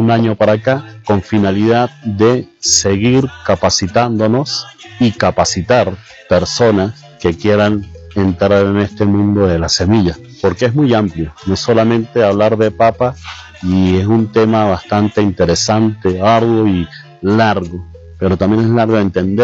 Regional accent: Mérida, Venezuela; a nosotros como merideños, pero también a nosotros como venezolanos.

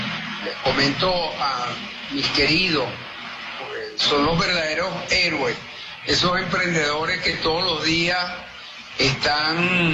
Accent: Venezuela; Como venezolano, yo creo que uno de nosotros tenemos en eso que llamamos solidaridad

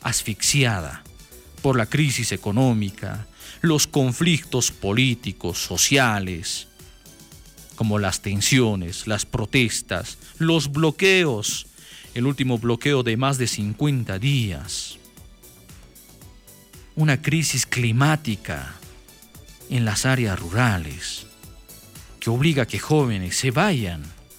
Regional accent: Bolivia

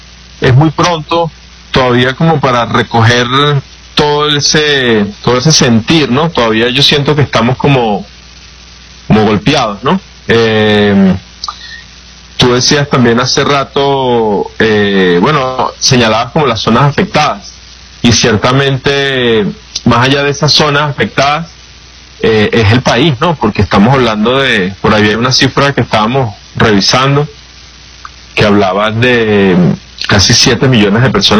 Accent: Venezuela

